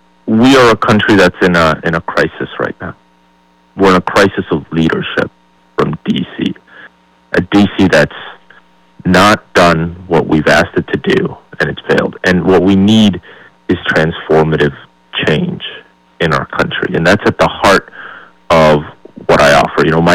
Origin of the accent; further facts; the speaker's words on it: Hudson, New Hampshire, United States; now in Moultonborough, United States; But I grew up down in Hudson. So I grew up down in Hudson. My mom was an ICU nurse at Catholic Medical.